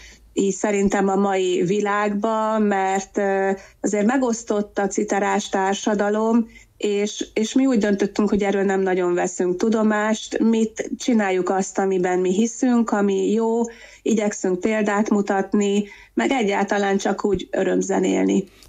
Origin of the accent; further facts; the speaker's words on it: Tiszakécska, Bács-Kiskun, Hungary; én is egy Tiszakécska szülővárosom